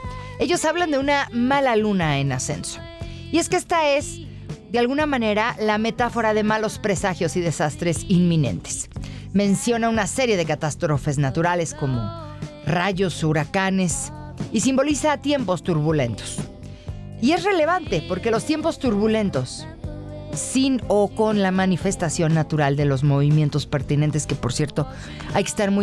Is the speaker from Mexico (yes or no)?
yes; Mexico; Nosotros como mexicanos, que ya lo pasamos y lo hemos pasado en diferentes ocasiones